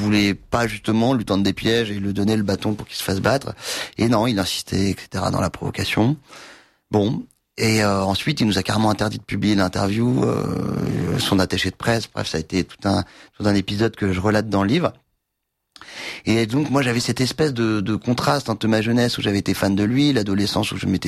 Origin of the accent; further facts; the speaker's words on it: Louveciennes, Île-de-France, France; J'ai grandi donc à Louveciennes, en banlieue parisienne, et nous étions au collège à Saint-Cloud, au collège Saint-Joseph.